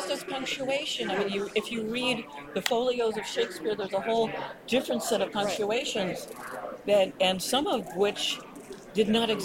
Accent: California, United States; moved away; also born or lived in Staten Island; I grew up in California. I was in high school when Reagan was governor.

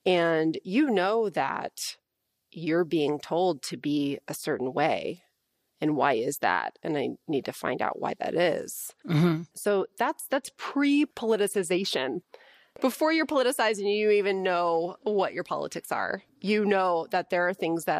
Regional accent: United States; Well, look, I'm an American. That's what I know.

